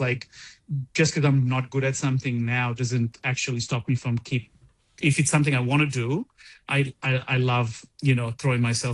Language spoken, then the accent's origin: English; Colombo, Western Province, Sri Lanka; also born or lived in Melbourne; growing up in Sri Lanka in Colombo as well, and then Melbourne